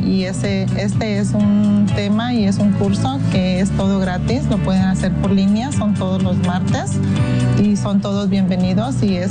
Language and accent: Spanish; San Bernardino, California, United States; yo vengo de San Bernardino, California.